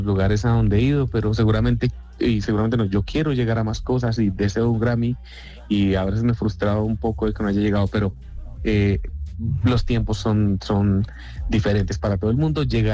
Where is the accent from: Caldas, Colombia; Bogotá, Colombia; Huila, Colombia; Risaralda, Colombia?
Bogotá, Colombia; Así que soy un bogotano que ama el sueño de vivir de la música, por difícil que parezca.